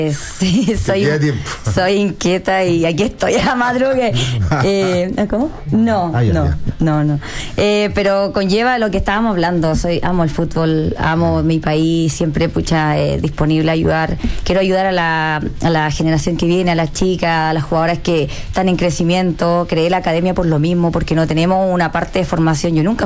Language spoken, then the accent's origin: Spanish; Chile; moved away as an adult; now in Australia; venimos de Chile